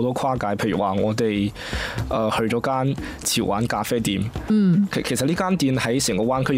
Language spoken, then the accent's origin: Cantonese; Guangzhou, Guangdong, China; Hello， 大家好，